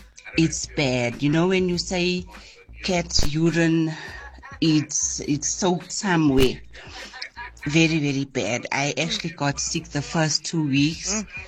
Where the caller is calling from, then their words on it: East Rand, Gauteng, South Africa; I'm from the East Rand. And I'm working in Secunda.